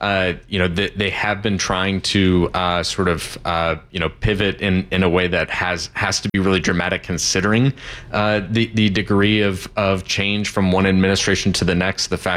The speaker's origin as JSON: {"language": "English", "region": "Michigan", "country": "United States", "tie": "born or raised there", "said": "I mean, the vehicles here, you know, I grew up in Michigan. I've been around these companies a long time."}